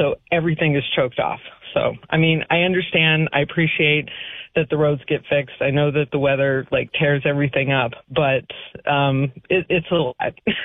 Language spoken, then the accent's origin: English; Texas, United States; now in North Dakota, United States; I grew up in Texas, so I will take your North Dakota heat for like 1 week out of the year, all day long.